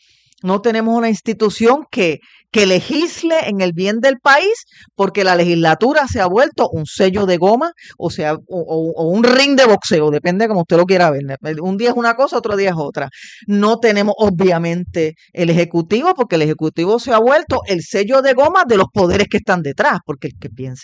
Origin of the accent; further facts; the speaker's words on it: Puerto Rico; bueno, porque lo pague ahí todo el mundo, que para eso somos boricuas, ¿verdad?